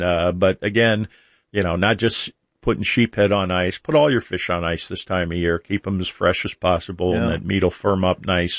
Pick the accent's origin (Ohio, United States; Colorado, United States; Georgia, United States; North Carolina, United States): Ohio, United States; Akron; born there; was born in Akron.